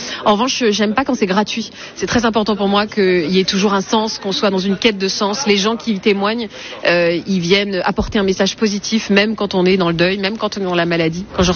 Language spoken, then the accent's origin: French; Hauts-de-France, France; Donc, donc moi, je suis plutôt du Nord.